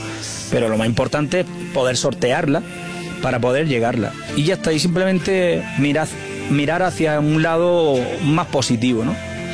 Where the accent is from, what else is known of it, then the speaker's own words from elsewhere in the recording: Almería, Andalusia, Spain; moved away; en mi tierra, en Almería